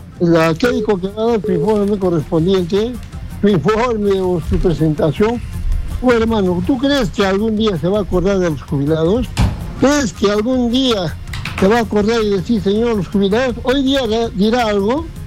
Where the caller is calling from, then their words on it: Arequipa, Peru; de Arequipa